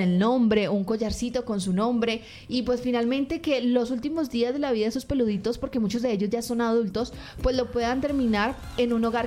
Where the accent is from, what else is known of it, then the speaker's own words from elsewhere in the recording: Cali, Valle del Cauca, Colombia; así que también aportemos eso como buenos caleños que somos.